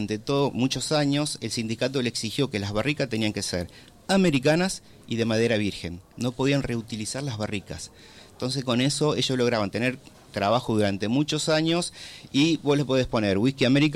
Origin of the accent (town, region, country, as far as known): Argentina